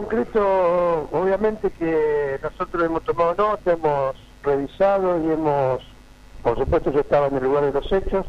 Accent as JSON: {"language": "Spanish", "town": "Rosario", "region": "Santa Fe", "country": "Argentina", "tie": "born or raised there", "said": "soy un rosarino de pura cepa"}